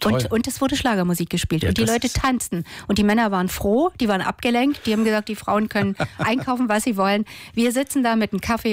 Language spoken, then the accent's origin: German; Weißwasser, Saxony, Germany; unter anderem in meiner alten Heimat in Weißwasser am 9. Dezember.